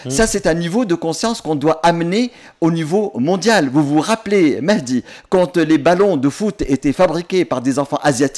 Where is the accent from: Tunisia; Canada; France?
Tunisia; c'est pas parce que je suis tunisien